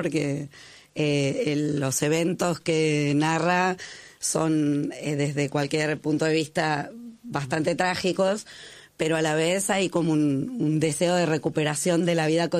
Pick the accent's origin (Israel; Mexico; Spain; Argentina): Argentina; Lanús, Buenos Aires Province; Somos todos de Lanús.